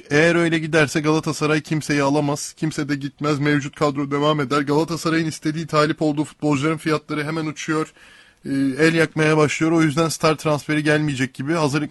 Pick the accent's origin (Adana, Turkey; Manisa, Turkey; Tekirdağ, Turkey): Tekirdağ, Turkey; Ben Tekirdağlıyım, misafir edelim diye sana bir davet geldi.